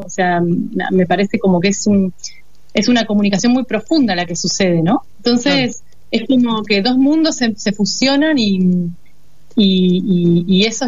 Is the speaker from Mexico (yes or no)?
no; Neuquén, Argentina; Fede es de Neuquén, yo soy de Neuquén.